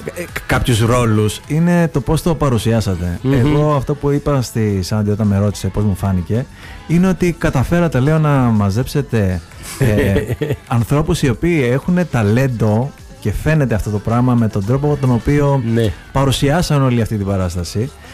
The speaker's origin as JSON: {"language": "Greek", "country": "Greece", "tie": "born there", "said": "μπορεί να γεννηθήκαμε στην Ελλάδα"}